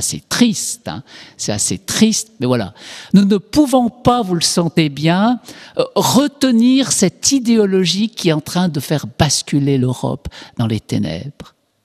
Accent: Switzerland; en Suisse, comme je suis suisse

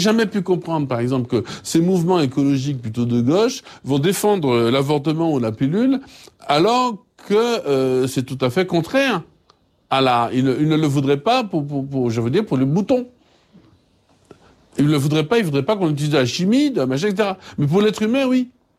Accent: Martinique; Alors c'est chez nous en Martinique peut-être un drame, parce que justement les jeunes qui découvrent la valeur travail et la beauté du travail, ben, se disent mais qu'ils n'ont pas envie de rester au pays.

